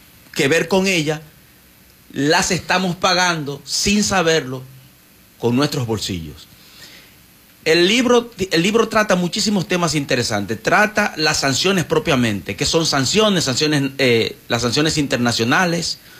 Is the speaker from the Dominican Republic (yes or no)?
yes; Dominican Republic